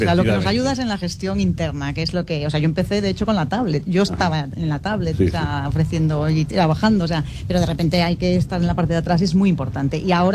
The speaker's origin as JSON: {"language": "Spanish", "region": "Galicia", "country": "Spain", "said": "Bueno, yo soy gallega, entonces he incorporado cosas gallegas aquí."}